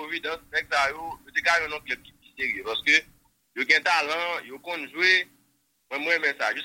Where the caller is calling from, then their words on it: Haiti; je pensais que Victor Salé même était vraiment important pour nous, et en tant qu'Haïtien, d'apprendre ça.